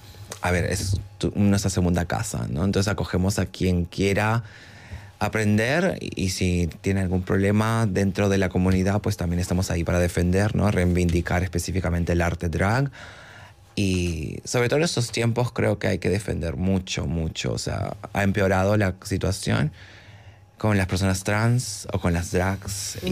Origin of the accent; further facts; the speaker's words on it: Lima, Peru; moved away as an adult; now in Spain; yo vengo de Lima, Perú. Uh-huh. Mi familia es mitad peruana, mitad argentina, pero siempre hemos residido en Lima.